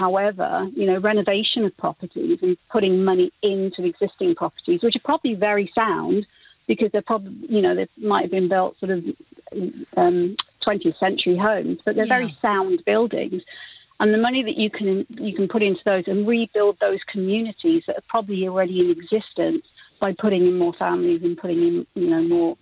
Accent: England, United Kingdom; moved away; I'm from England originally

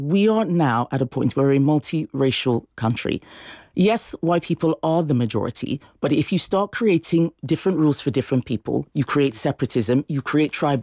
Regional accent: Nigeria; now in United Kingdom; I spent my childhood in Nigeria, a country where everybody looked the same, but there were hundreds of different tribes.

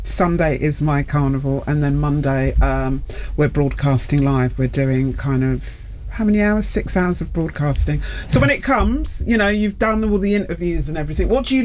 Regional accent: London, United Kingdom; I'm from North London.

